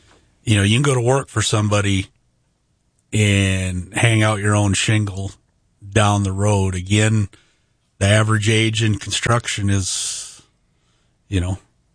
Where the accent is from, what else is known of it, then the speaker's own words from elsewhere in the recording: Minnesota, United States; now in Sioux Falls, United States; Sioux Falls, obviously I didn't grow up here. I grew up in Southwest Minnesota, but close to Sioux Falls